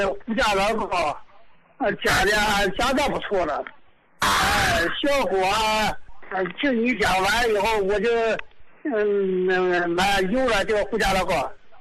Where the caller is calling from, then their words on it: Dalian, Liaoning, China; 我是大连的。